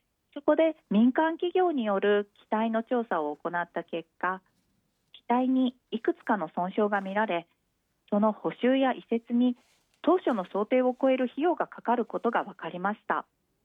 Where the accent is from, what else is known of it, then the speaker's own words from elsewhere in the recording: Ainan, Ehime, Japan; 私自身も愛南町で生まれ育って、もちろん自然界展示館には訪れたことがありましたが、大人になって改めて生まれ育った場所に貴重な自然界が展示されていることに感慨深い思いがあります。